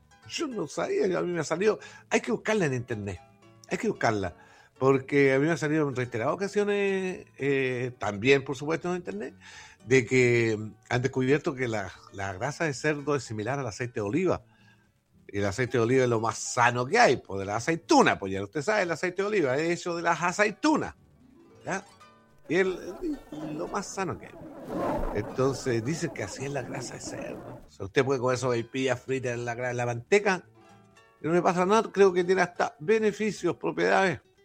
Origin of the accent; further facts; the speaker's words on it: Chile; Voy a brindar por mi Chile, voy a brindar por mi tierra.